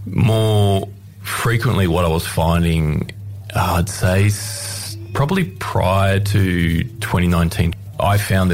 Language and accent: English; New South Wales, Australia; And I grew up in the Blue Mountains for a period as well.